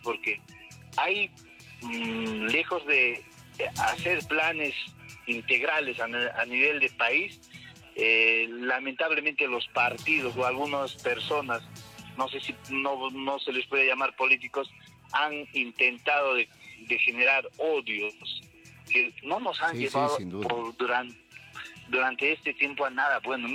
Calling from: San Jerónimo, Cusco, Peru; yo soy cusqueño, jeronimiano

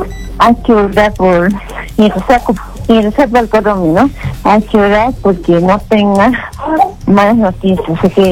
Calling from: Sicuani, Cusco, Peru; de Sicuani.

